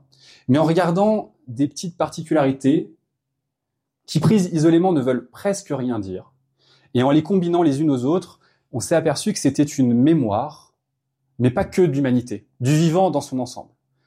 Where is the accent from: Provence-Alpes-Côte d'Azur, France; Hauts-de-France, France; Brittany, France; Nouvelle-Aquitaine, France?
Nouvelle-Aquitaine, France; Pau; born there; Et moi, je suis né à Pau.